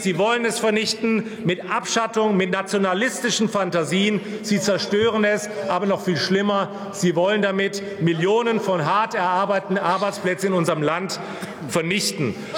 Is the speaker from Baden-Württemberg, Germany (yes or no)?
yes; Baden-Württemberg, Germany; ich komme aus Baden-Württemberg, ich lebe dort auch noch.